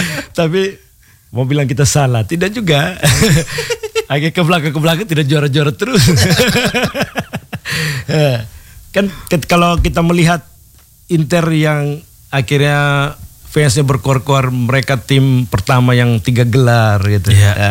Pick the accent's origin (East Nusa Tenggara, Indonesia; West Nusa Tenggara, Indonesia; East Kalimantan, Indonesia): East Nusa Tenggara, Indonesia; Saya orang Lio juga.